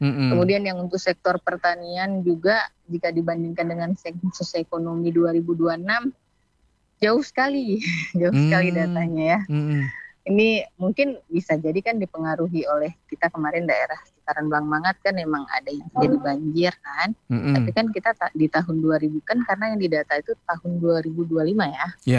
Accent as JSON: {"language": "Indonesian", "region": "Aceh", "country": "Indonesia", "said": "Aceh Krukuh, saya dari Krukuh."}